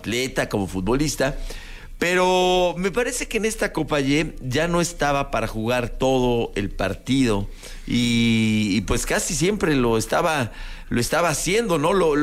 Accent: Mexico; No, yo soy mexicano, pero soy mexicano.

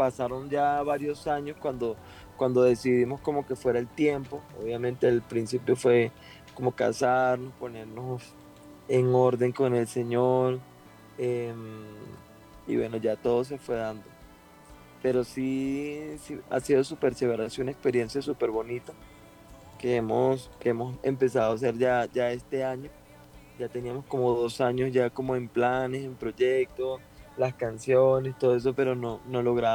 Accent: Venezuela; now in Colombia; venimos de Venezuela

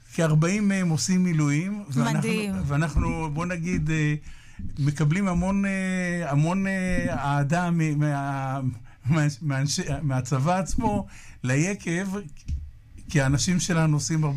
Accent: Mishmar Ayalon, Central District, Israel; born there; אני נולדתי במשמר אלון, מושב ליד כפר שמואל שביקרת

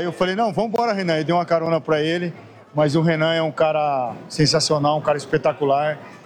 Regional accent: Cajamar, São Paulo, Brazil; eu sou de Cajamar

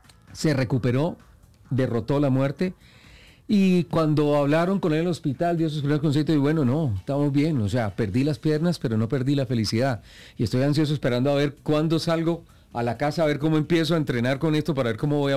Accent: Colombia; Hola Alex, ¿cómo estás? ¿Te acuerdas de mí? Yo soy colombiano.

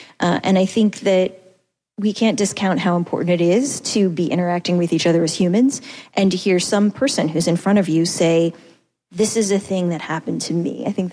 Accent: Boston, Massachusetts, United States

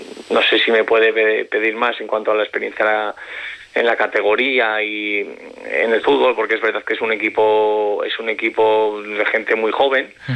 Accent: Logroño, La Rioja, Spain; moved away as an adult; y llegaba de nuevo también, porque yo salí de Logroño a los 18.

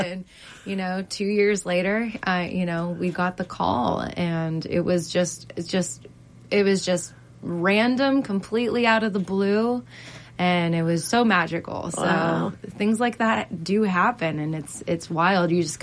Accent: Youngstown, Ohio, United States; And because we're from Youngstown, we have this, like, fight between Cleveland and Pittsburgh, you know?

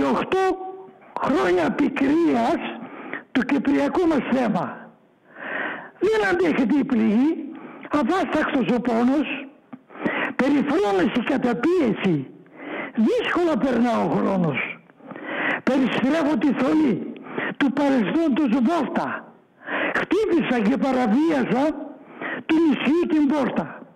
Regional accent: Cyprus; moved away; εγώ είμαι από την ΚΟ. Και σαν με διώξαν οι Τούρκοι από το νησί μου να φύγω από το σπίτι

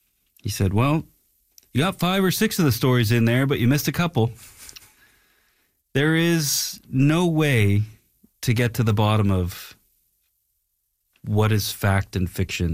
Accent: Nova Scotia, Canada; moved away as an adult; also born or lived in Halifax; now in Los Angeles, United States; I always knew, I moved from Nova Scotia to Los Angeles to go to the American Film Institute.

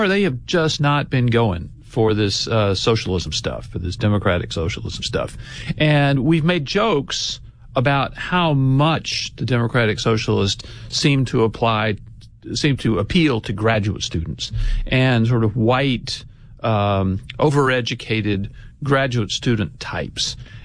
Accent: Alabama, United States; Yeah, and you know, and I hear, I'm from Alabama, but I hear there's a lot of football in Michigan

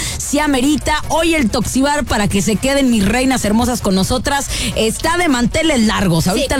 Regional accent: Guadalajara, Jalisco, Mexico; moved away; no nos rajamos como buenas tapatías y mexicanas que somos.

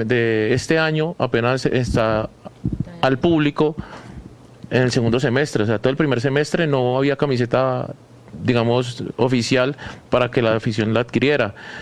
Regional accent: Cali, Valle del Cauca, Colombia; moved away as an adult; now in Bogotá, Colombia; yo soy caleño también y hace 10 años me vine para Bogotá.

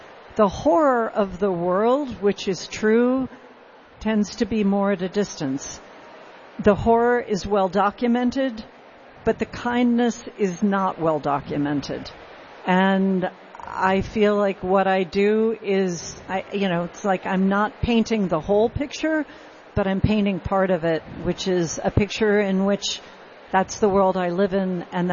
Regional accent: Tennessee, United States; When I was growing up in Tennessee, my stepfather believed that it wasn't safe to be out without a gun.

